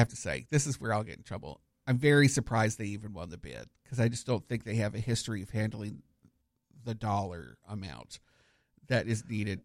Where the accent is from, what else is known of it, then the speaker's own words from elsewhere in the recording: Canada; now in Orlando, United States; As a Canadian